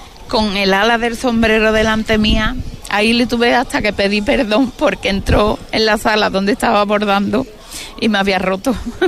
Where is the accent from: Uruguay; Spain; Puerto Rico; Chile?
Spain; Dos Hermanas, Andalusia; moved away as an adult; now in Almonte, Spain; Yo no soy de Almonte, yo soy de Dos Hermanas, pero me han acogido como una almonteña más.